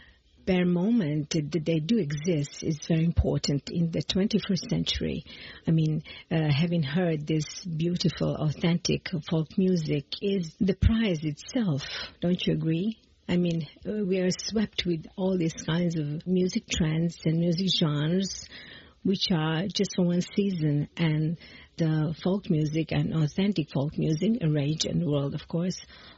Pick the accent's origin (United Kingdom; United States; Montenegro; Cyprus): Montenegro; I'd like to say a great greetings for your listeners. … I come from Montenegro, Radio Montenegro.